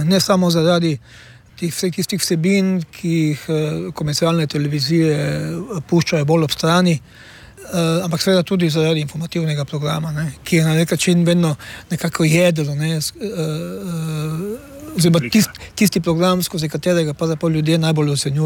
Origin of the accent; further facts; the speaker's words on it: Styria, Slovenia; kot pravimo Štajerci